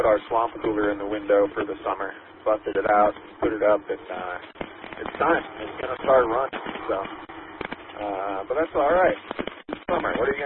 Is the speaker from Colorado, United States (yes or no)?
yes; Colorado, United States; I grew up in Colorado